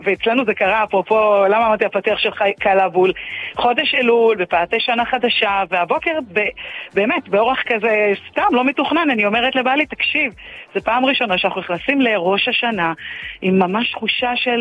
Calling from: the Krayot, Haifa District, Israel; אני מהקריות.

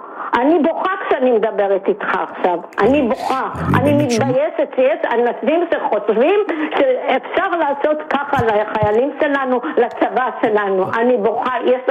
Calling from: Holon, Tel Aviv District, Israel; אני מחולון

